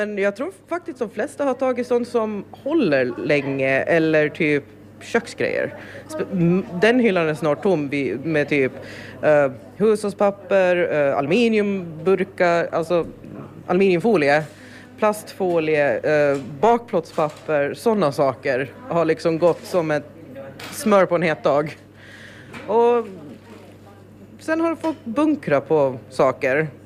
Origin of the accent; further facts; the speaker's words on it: Åland Islands; also born or lived in Sweden; Jag var ju bara 11 månader när vi flyttade tillbaka till Åland från Sverige. Så jag har ju växt upp här i huset. Mamma växte ju upp med butiken överlag när mormor hade den i Östergöta. Och sen växte jag upp här. 36 år, jag är 37.